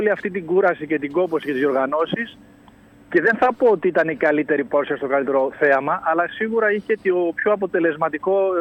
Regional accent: Greece

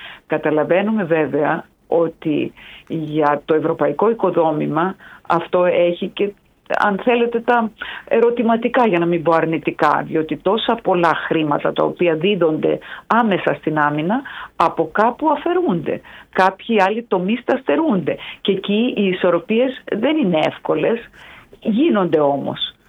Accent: Greece; Μιλάω ως Ελληνίδα ευρωβουλευτής.

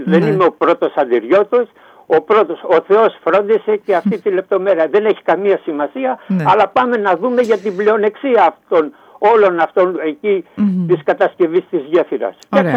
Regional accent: Antirrio, Western Greece, Greece; Στην προβλήτα του παππού μου, το πρώτο σπίτι, το καφεζιθεστιατόριο Νομπάτης, εκεί που μεγάλωσα

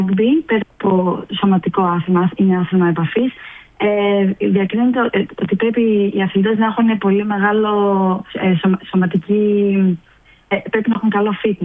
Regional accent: Peloponnese, Greece; now in Athens, Greece; εγώ είμαι από Αρκαδία, μένω Αθήνα, αλλά σπουδάζω στα Χανιά.

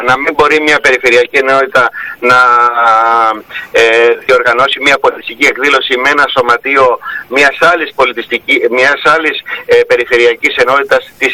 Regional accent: Ionian Islands, Greece; σαν Επτανήσιος

